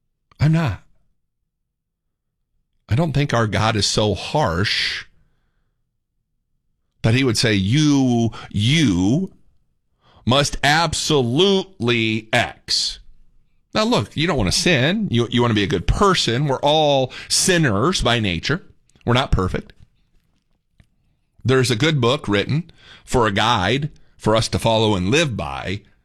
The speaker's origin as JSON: {"language": "English", "region": "Indiana", "country": "United States", "lives_now": "Texas, United States", "said": "I moved down here from Indiana. Y'all know I'm a Yankee. They have basements up north."}